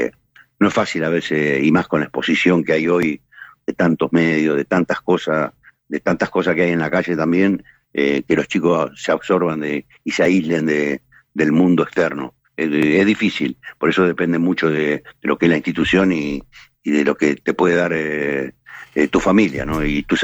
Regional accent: Moreno, Buenos Aires Province, Argentina; soy de Moreno de toda la vida, se vivía mucho más, uno nació acá, se crió acá y bueno, te conocía todo el mundo.

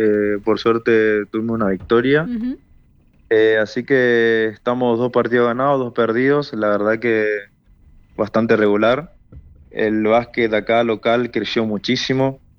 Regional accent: Curuzú Cuatiá, Corrientes, Argentina; now in Corrientes, Argentina; yo soy del interior, soy de Curuzú, Cuatiá

